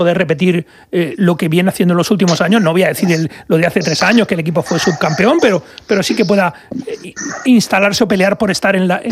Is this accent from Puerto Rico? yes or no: no; Torre Pacheco, Region of Murcia, Spain; por mucho que sea ese día fiesta en mi pueblo, en Torre Pacheco